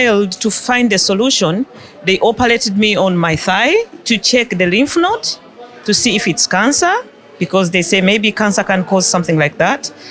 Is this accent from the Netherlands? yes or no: yes; Netherlands; I come from the Netherlands.